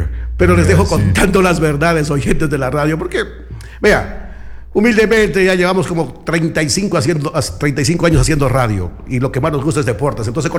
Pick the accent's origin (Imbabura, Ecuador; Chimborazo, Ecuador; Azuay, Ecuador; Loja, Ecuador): Loja, Ecuador; Chuquiribamba; born there; now in Loja, Ecuador; De mi tierra Chuquiribambas.